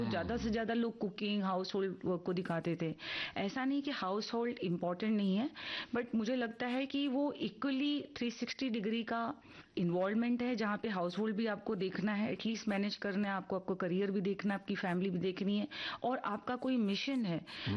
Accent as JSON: {"language": "Hindi", "region": "Uttar Pradesh", "country": "India", "said": "क्योंकि हम उत्तर प्रदेश से हैं, राजस्थान हुआ या हरियाणा हुआ, ये सब जगह पे girl child ratio, sex ratio बहुत लो था 2008 में।"}